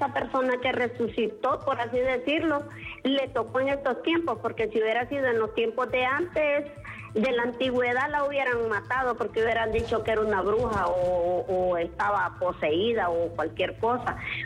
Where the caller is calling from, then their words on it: Francisco Morazán, Honduras; del Hato de en Medio.